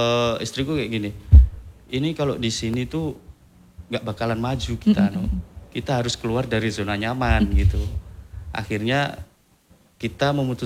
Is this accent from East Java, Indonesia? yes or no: yes; Tuban, East Java, Indonesia; asli dari Merak Urak.